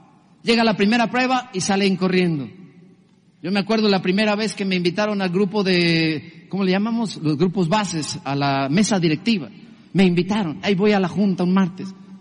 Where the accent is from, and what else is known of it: Mexico; now in Los Angeles, United States